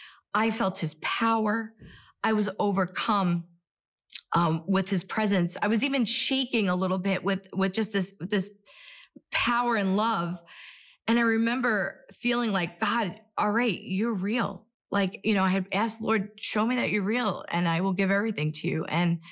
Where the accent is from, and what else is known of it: New York, United States